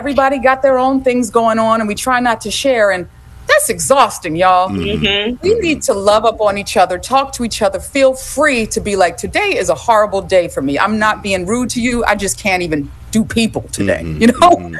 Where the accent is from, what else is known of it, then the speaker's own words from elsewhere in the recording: Philadelphia, Pennsylvania, United States; Philadelphia, especially for a family like mine, we moved every 2 years. We always had to get used to a new neighborhood.